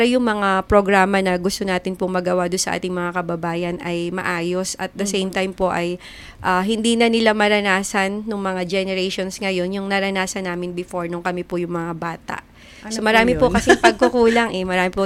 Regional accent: Alabat, Calabarzon, Philippines; born or raised there

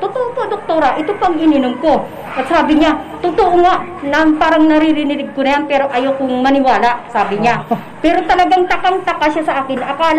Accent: Mansalay, Mimaropa, Philippines; taga Santa Brigida, Mansalay, Oriental, Mindoro.

